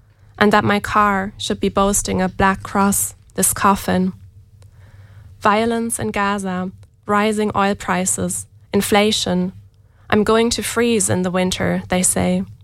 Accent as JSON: {"language": "English", "town": "Münster", "region": "North Rhine-Westphalia", "country": "Germany", "tie": "born or raised there", "moved": "yes", "lives_now": "Ireland", "said": "I mentioned my hometown, Münster, in it. So you know where it is. It's in the west. It's very far away from Berlin."}